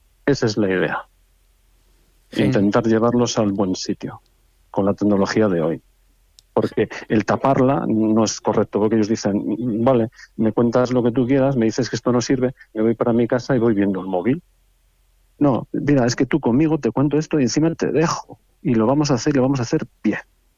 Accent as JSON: {"language": "Spanish", "region": "Galicia", "country": "Spain", "said": "preciosísima la ciudad. Nosotros venimos de Galicia, imagínate."}